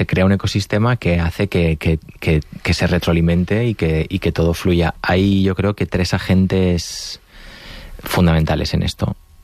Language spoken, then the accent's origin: Spanish; Valencian Community, Spain